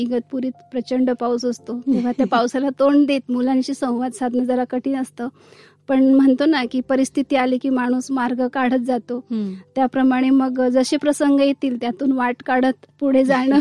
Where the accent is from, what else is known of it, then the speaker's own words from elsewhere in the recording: Malegaon, Maharashtra, India; माझं बालपण मालेगाव मध्ये गेलं. मालेगावात माझे वडील महानगरपालिकेत शिक्षक होते